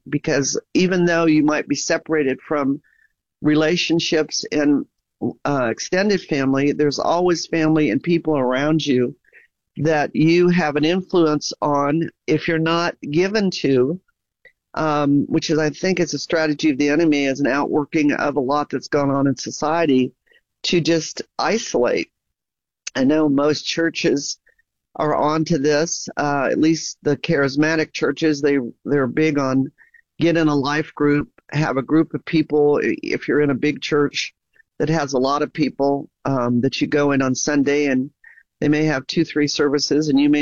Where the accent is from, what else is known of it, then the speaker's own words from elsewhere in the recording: Ohio, United States; moved away as an adult; also born or lived in Massachusetts; now in Oklahoma, United States; I was raised in Ohio, born in Massachusetts, raised in Ohio. But then when I went off to college, I came down to Oklahoma and we never went back.